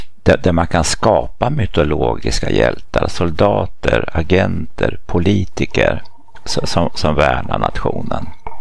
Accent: Sweden; Det funkade på mig till exempel. Fast jag var svensk, det var mina hövdingar.

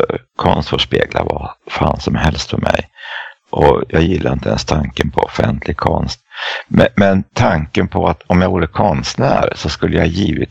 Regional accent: Eskilstuna, Södermanland, Sweden; moved away; Jag kan möta min hemstad, gamla hemstad Eskilstuna.

